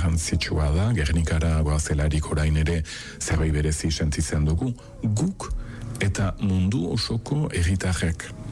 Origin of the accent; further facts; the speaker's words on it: Saint-Pée-sur-Nivelle, Nouvelle-Aquitaine, France; Ni senpertaja naiz, euskalduna naiz, eskuarabanakien kasi galdu nuen berreskuratu dut, fededuna naiz